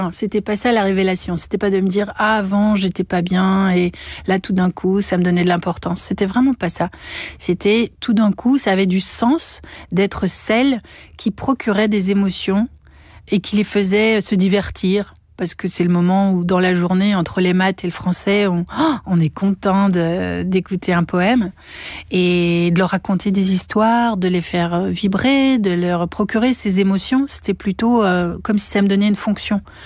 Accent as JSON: {"language": "French", "town": "Namur", "region": "Wallonia", "country": "Belgium", "moved": "yes", "said": "surtout quand on vient de Namur et qu'on arrive à Paris, qui est une ville qui peut être agressive et violente."}